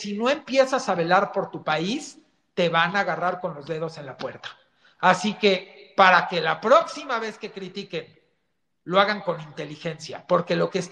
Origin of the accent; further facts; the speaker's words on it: Mexico; yo estoy en México, orgullosamente vivo en México, y no me iré a ningún otro lado hasta el último día de mi vida porque amo este país